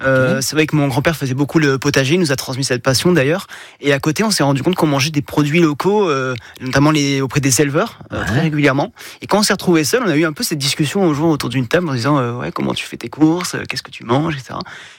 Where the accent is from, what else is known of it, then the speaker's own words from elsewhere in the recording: Provence-Alpes-Côte d'Azur, France; Moi, je viens des Hautes-Alpes.